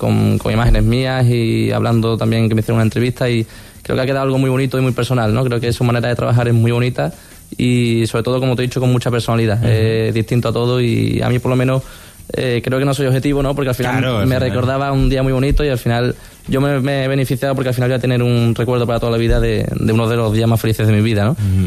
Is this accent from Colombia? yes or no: no; Seville, Andalusia, Spain; soy de Sevilla